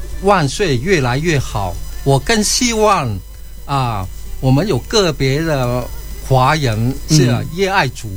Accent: China; now in Australia; 我们中国人

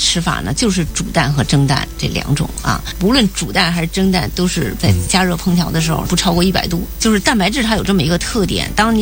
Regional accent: China; 如果我们中国人口味适合的，

